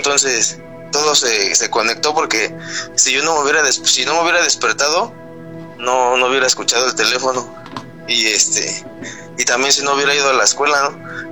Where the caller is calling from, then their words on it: Mexico City, Mexico; Yo soy de la Ciudad de México, Iztapalapa.